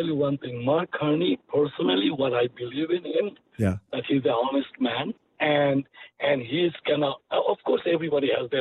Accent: Canada; We are Canadian. I tell you, even your household, even yourself, even myself, even every Canadian, we're all suffering.

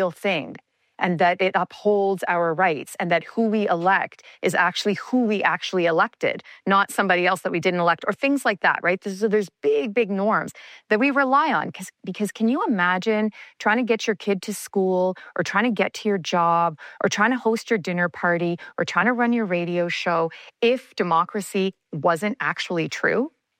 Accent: Canada; I'm a Canadian, I would have never thought that our relationship with the U.S. would become destabilized.

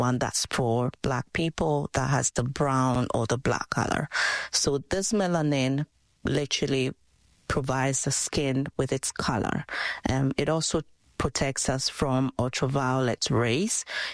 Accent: Ghana; I grew up in Ghana, West Africa, so it was really very obvious and very evident, the contrast between the parts that had the vitiligo affected and the parts that were normal.

